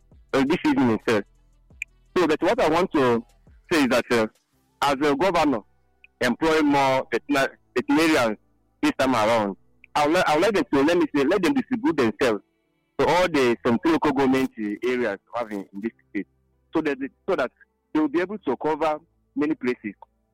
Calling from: Enugu State, Nigeria; So I'm calling from Morolo in the local government area of Enugu State.

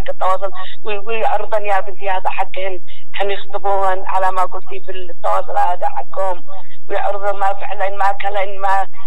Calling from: Yemen; ونحن يمنيين.

